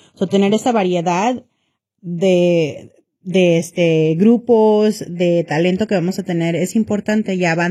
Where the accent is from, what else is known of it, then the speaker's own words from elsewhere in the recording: Park City, Utah, United States; yo he crecido sí, toda mi vida en Park City